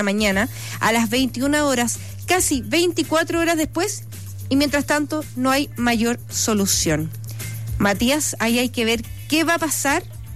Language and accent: Spanish; Santiago, Santiago Metropolitan Region, Chile; Hola, amigos de Radio Bío Bío, estoy en La Serena, soy de Santiago